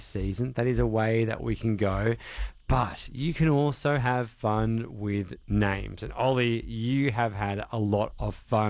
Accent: Melbourne, Victoria, Australia; So growing up in Melbourne as well, seasonality can feature in Australian life.

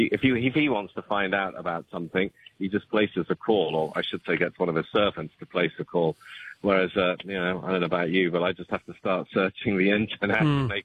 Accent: South East England, United Kingdom; now in Oxford, United Kingdom; I'm from Oxfordshire. I'm an Oxonian, and I live in Oxford, so not very far from Piddington.

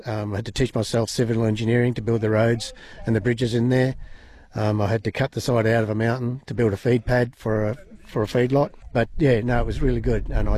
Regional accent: Western Australia, Australia; Well, I come from the Kimberley, I reckon still Kimberley Ringers are better.

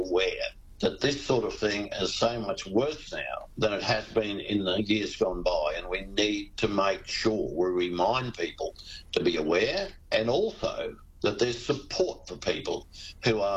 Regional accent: Millmerran, Queensland, Australia; my hometown of Millmerran.

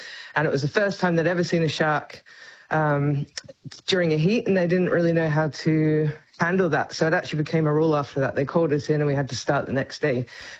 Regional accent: Western Australia, Australia; Well, definitely. I grew up in Western Australia, so definitely that's where I've seen the most sharks.

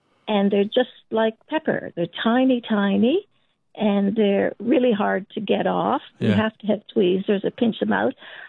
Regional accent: Victoria, Australia; I'm from South Gippsland.

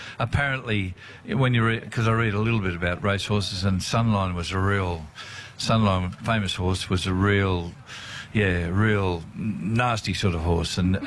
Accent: Australia; That's what a lady said to me in Queensland. I thought I'm an Aussie.

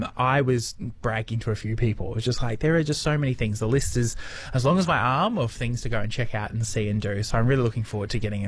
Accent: Sydney, New South Wales, Australia; born there; I was born in Sydney.

